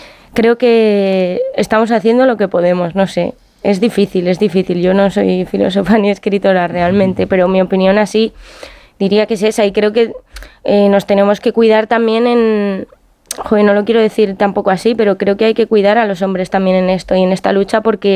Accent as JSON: {"language": "Spanish", "town": "Madrid", "region": "Community of Madrid", "country": "Spain", "said": "yo también que soy de Madrid"}